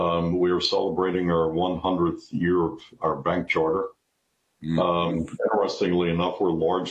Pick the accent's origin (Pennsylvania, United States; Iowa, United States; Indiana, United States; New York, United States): Pennsylvania, United States; Philadelphia; Northeast Philadelphia, Pennsylvania.